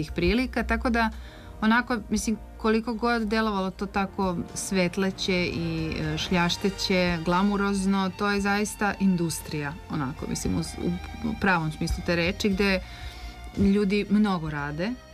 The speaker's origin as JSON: {"language": "Serbian", "country": "Serbia", "said": "kad sam rekla … ja sam iz Srbije i tako da."}